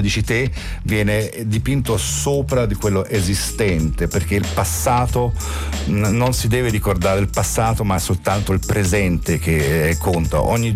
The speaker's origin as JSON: {"language": "Italian", "town": "Madrid", "region": "Community of Madrid", "country": "Spain", "tie": "born or raised there", "first_language": "Spanish", "second_language": "Italian", "moved": "yes", "lives_now": "Italy", "said": "sono nato a Madrid, Spagna"}